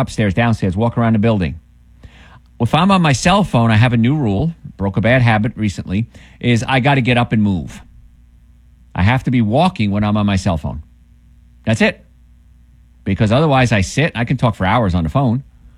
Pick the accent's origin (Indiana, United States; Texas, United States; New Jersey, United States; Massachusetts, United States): New Jersey, United States; I grew up in New Jersey with the Hudson River there.